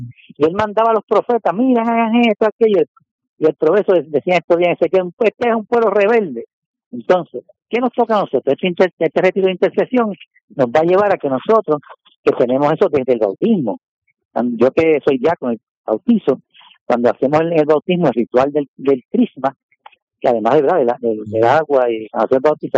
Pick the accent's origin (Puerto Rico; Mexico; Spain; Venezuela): Puerto Rico; San Juan; Yo soy de San Juan